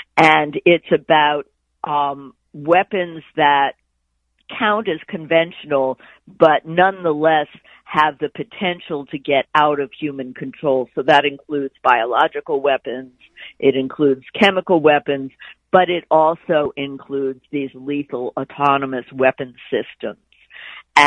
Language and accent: English; Washington, District of Columbia, United States; Washington, D.C., my hometown